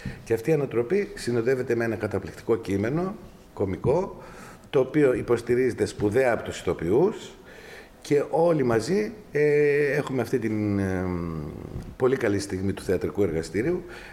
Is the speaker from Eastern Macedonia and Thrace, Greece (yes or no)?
yes; Eastern Macedonia and Thrace, Greece; accent: Thracian (Arvanite); Απλώς την προφορά την έχουμε φέρει στα μέτρα τα δικά μας, στα Θρακιώτικα, στα Καραγατσιανά πολλές φορές.